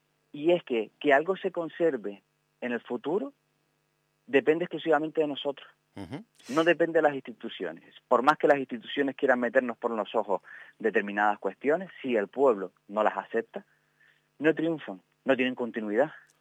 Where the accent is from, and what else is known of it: Canary Islands, Spain